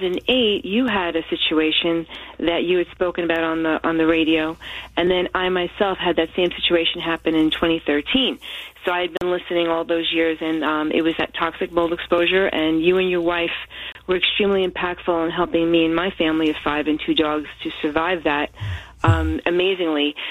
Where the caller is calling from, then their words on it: Tennessee, United States; also born or lived in New York; I've been listening to Moody Radio since I moved down here from New York to Tennessee, probably since 2006